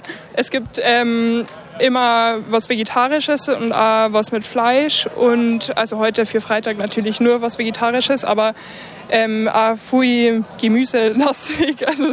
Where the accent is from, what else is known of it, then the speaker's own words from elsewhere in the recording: Regensburg, Bavaria, Germany; ich komme aus der Nähe von Regensburg